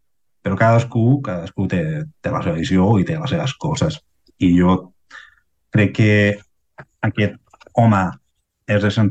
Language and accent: Catalan; Chile; Catalan is a second language; now in Catalonia, Spain; Jo sé que soc xilè, em sento molt a prop de Catalunya